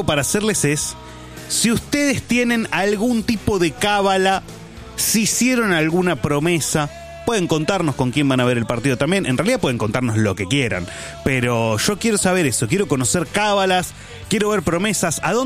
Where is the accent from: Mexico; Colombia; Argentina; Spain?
Argentina; son los seleccionados para jugar con la camiseta argentina y nosotros somos argentinos, yo creo que nos representa incluso espiritualmente